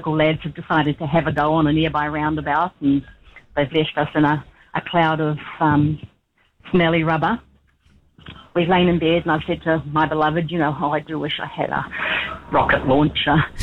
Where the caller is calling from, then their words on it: Auckland, New Zealand; I'm from Auckland